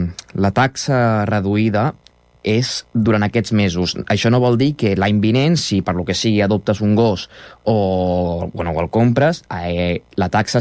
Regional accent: Sabadell, Catalonia, Spain; Perquè ara, posant-me jo d'exemple, i que jo sóc de Sabadell, si jo vinc a passejar aquí amb el meu gos, que a mi a Sabadell no em reclamen el cens

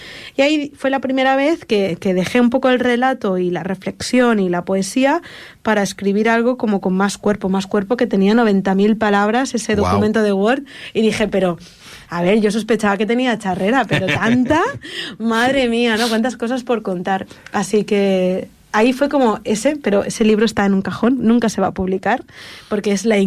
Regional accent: Sant Cugat del Vallès, Catalonia, Spain; las librerías de mi pueblo, de San Cugat.

